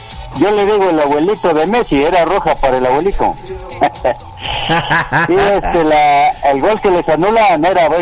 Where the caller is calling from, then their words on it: San Cristóbal de las Casas, Chiapas, Mexico; de San Cristóbal.